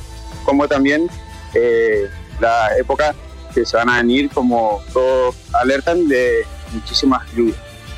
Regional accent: San Cosme, Corrientes, Argentina; Soy de San Cosme, soy estudiante del tercer año de la Tecnicatura Superior de la Extensión Áulica que se llama Paso.

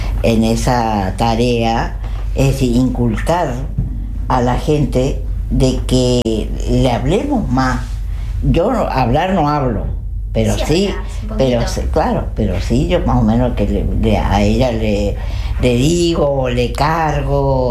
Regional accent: Chaco, Argentina; yo soy chaqueña.

